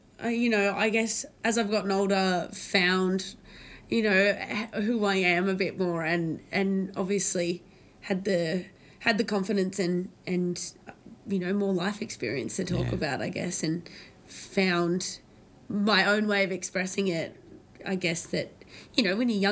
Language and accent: English; Launceston, Tasmania, Australia; I grew up in Tassie. I'm a regional yeah. girly.